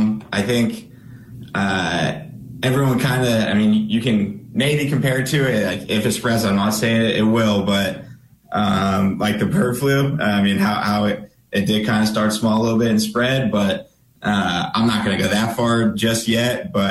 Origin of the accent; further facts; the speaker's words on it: Twin Falls, Idaho, United States; moved away; I grew up in Southern Idaho, actually, in the Twin Falls area, family dairy out of Burley, Idaho. I go back there every 2.5 to 3 months